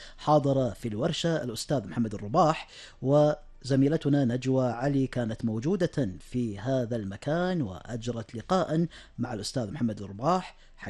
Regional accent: Kuwait; إحنا كمجتمع كويتي

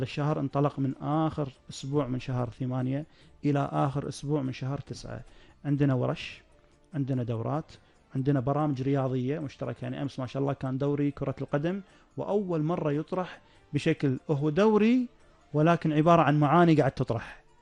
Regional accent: Kuwait; عشان أرد جزء من ما قدمت لي ديرتي

